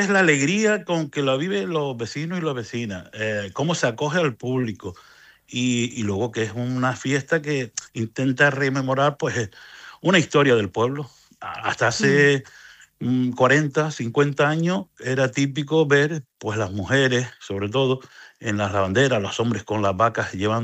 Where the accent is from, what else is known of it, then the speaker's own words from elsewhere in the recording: Telde, Canary Islands, Spain; yo como nací y vivo en Lomo Magullo, conozco bien la fiesta y bueno, desde chiquillo la he disfrutado.